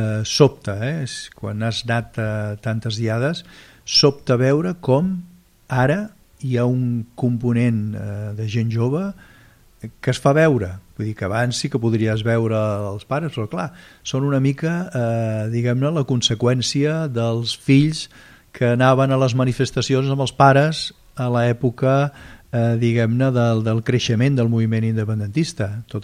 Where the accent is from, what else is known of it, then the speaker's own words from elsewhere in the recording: Catalonia, Spain; com a catalans al nostre país